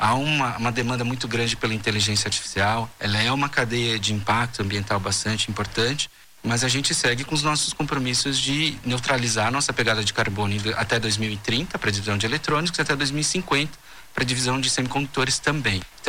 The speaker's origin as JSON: {"language": "Portuguese", "country": "Brazil", "said": "demande de nós como brasileiros, de que a gente tenha a consciência e a responsabilidade de realmente conseguir a melhor negociação global para que o país possa ser competitivo na cadeia global"}